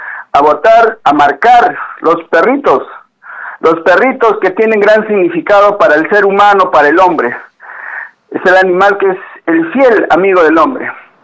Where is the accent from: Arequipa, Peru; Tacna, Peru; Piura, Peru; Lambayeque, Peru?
Tacna, Peru; Candarave Province